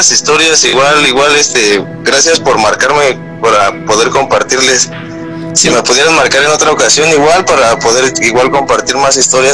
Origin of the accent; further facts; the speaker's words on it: Mexico City, Mexico; Yo soy de la Ciudad de México, Iztapalapa.